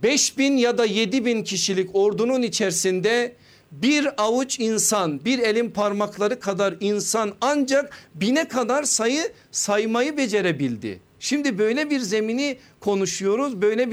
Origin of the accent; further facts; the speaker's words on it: Horasan, Erzurum, Turkey; moved away; Benim çocukluğum küçücük bir kazada geçti Erzurum'un Horasan ilçesinde.